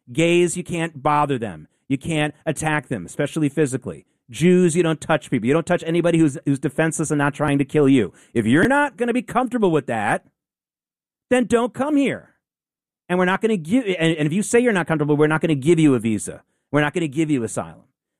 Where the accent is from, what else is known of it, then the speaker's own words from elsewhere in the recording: the South, United States; I grew up in the South.